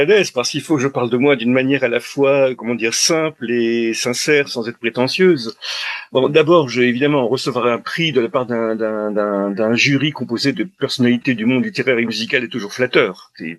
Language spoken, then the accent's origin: French; Marcq-en-Barœul, Hauts-de-France, France; born there; je suis né près d'Ille, à Marcq-en-Barœul